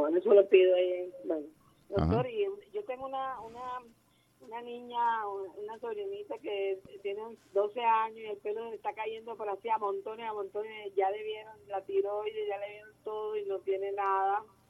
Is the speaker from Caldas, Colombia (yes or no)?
no; Santa Marta, Magdalena, Colombia; Yo soy de Santa Marta.